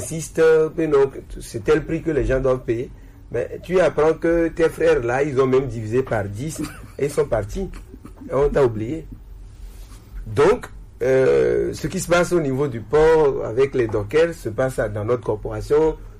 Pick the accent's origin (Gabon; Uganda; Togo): Togo; Les Togolais ne sont pas solidaires. Nous, Togolais, nous ne sommes pas vraiment solidaires.